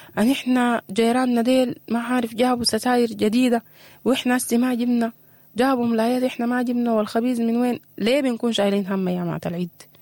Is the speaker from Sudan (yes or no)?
yes; Sudan; فده اللي بيحصل دائما في بلدنا السودان، وده اللي بتوصلنا له